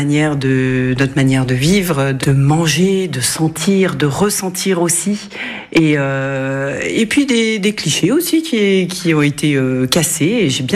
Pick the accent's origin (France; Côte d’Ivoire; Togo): France; born there; now in Joyeuse, France; dans mes origines, on va dire que je suis plutôt de la campagne, j'ai des origines réunionnaises, alors je suis née en France, mais j'ai grandi avec une culture réunionnaise